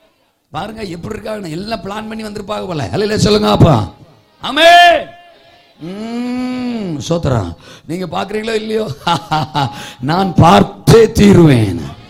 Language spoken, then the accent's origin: Tamil; Mayiladuthurai, Tamil Nadu, India; நான் மாயவரத்துக்காரன்